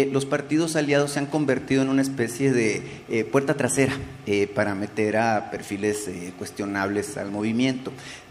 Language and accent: Spanish; Sonora, Mexico